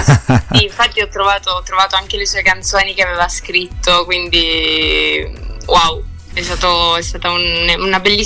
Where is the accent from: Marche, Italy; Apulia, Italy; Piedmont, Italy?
Apulia, Italy; Lecce; sono salentina.